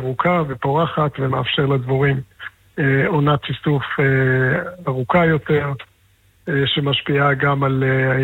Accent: Mishmar HaEmek, Northern District, Israel; ובתור מי שגדל לא בכפר בילו אלא במקרה דווקא במשמר העמק, במקור אני ממשמר העמק … ממשמר העמק.

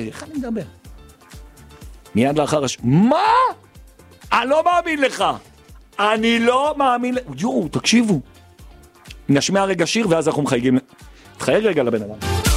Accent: Jerusalem, Jerusalem District, Israel; כי אני ירושלמי

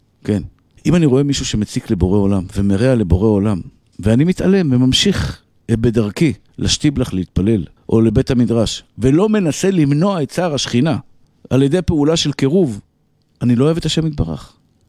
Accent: Tel Aviv, Tel Aviv District, Israel; כשהייתי ילד גרתי בשכונת התקווה, והיו שם אנשים טובים, צדיקים, מתוקים, אהובים, וגם כאלה לא כל כך טובים.

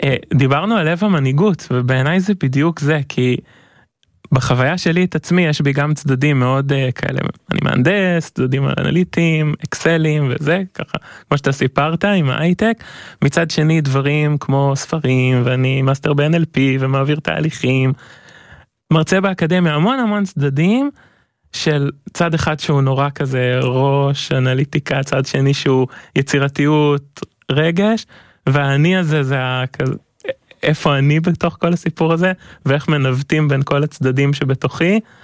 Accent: Hod HaSharon, Central District, Israel; אני גדלתי בהוד השרון

